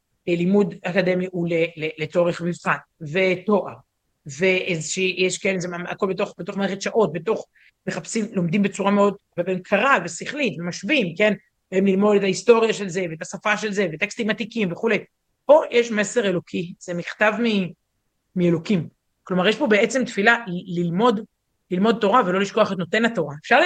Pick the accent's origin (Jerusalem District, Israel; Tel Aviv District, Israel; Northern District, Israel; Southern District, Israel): Tel Aviv District, Israel; Herzliya; נערה שהייתי מהרצליה